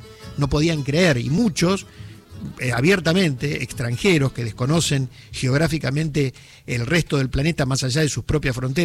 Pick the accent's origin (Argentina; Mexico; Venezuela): Argentina